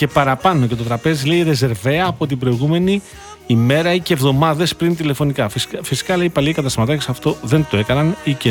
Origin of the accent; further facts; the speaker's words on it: Corfu, Ionian Islands, Greece; να πάτε Γιώργηδες μέχρι τον τόπο μου την Κέρκυρα